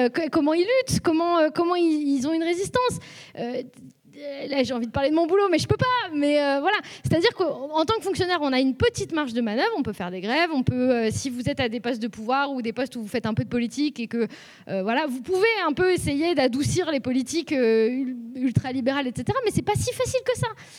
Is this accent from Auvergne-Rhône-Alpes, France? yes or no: yes; Lyon, Auvergne-Rhône-Alpes, France; moi, à la base, je viens de Lyon.